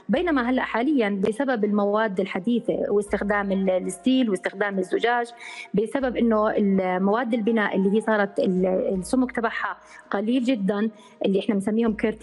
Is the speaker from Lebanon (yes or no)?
no; Jordan